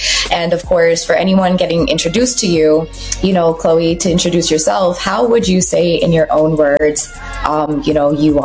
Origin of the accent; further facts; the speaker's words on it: New York City, New York, United States; I'm a New Yorker